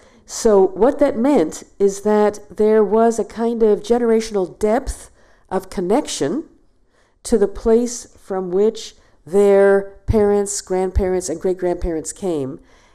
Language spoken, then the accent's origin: English; Toronto, Ontario, Canada; And this photograph was taken in Toronto, my hometown.